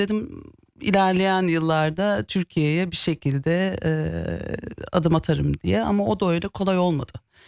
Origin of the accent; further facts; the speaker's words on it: Germany; Sonuçta hani burada doğdum büyüdüm. Aslında bir noktada memleketim burası benim. Ne kadar ailem Antakya'dan gelmiş olsa da genç yaşlarında.